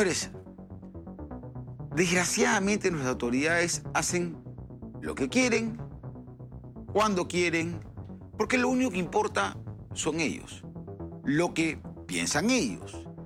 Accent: Peru; los que realmente estamos aislados somos nosotros los peruanos.

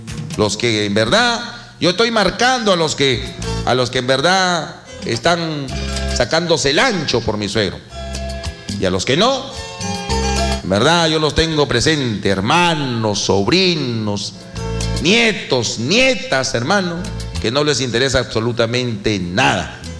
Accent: Talara, Piura, Peru; Bueno, yo soy de Talara.

